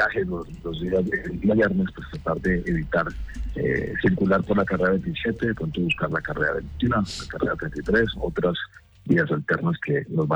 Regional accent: Santander, Colombia; es una fecha muy bonita para no olvidarnos de lo que somos como humangueses y como santandereanos.

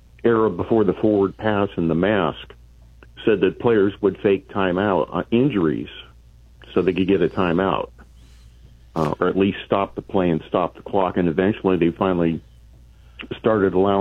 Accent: United States; We Americans

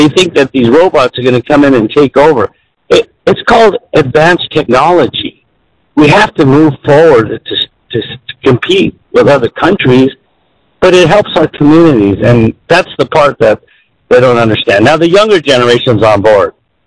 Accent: Commerce City, Colorado, United States; I was born and raised in Commerce City.

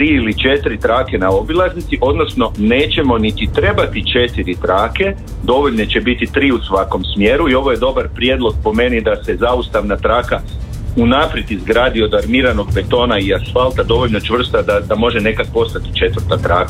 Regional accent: Varaždin, Varaždin County, Croatia; Ja sam iz Varaždina, ovi moji varaždinski oci i se hvale kružnim tokovima oko grada.

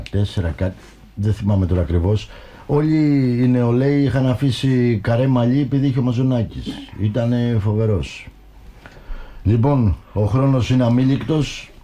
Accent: Palairos, Western Greece, Greece; Ήταν στο χωριό μου το 1998. Νομίζω πέρασε εκεί το καλοκαίρι. Έκανε διακοπές στην Πάλερο της Ευλογαλανίας.

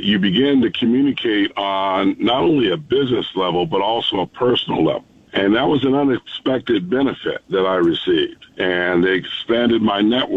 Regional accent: United States; as a Boy Scout and as an American

